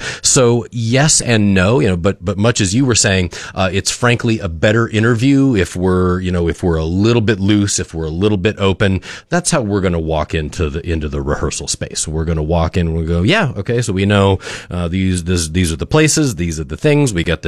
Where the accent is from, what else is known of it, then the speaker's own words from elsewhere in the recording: Cheyenne, Wyoming, United States; I'm from Cheyenne, Wyoming, where I run the theater program at LCCC.